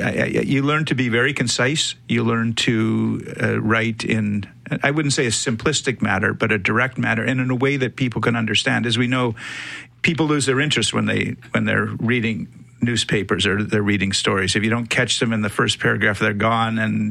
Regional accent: Saskatchewan, Canada; also born or lived in England; now in Winnipeg, Canada; I was born in England a long time ago. My parents went to the States and ultimately to Saskatchewan. And that's where I grew up.

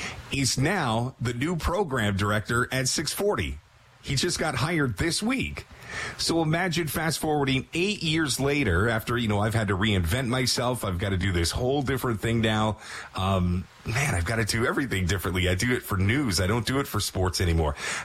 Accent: Toronto, Ontario, Canada; in a city as big as Toronto, which is my hometown, by the way, Scarborough, Morningside and Ellesmere represent

